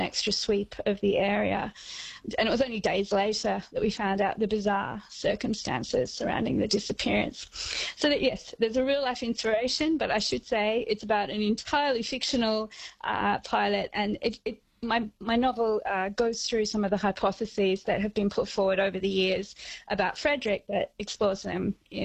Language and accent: English; Burnie, Tasmania, Australia; I grew up in Burnie on the northwest coast of Tasmania, where you didn't really go to the beach much.